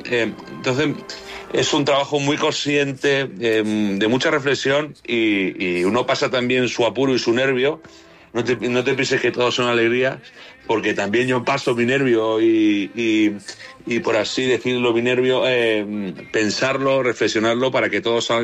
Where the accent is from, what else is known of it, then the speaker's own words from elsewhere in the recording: Almería, Andalusia, Spain; moved away; Es la segunda vez que voy a mi tierra con mucho orgullo.